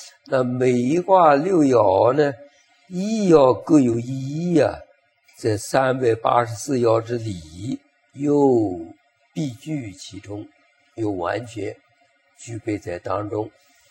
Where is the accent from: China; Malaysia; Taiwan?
China; 我们中国人那个取姓名很多从卦里面来讲的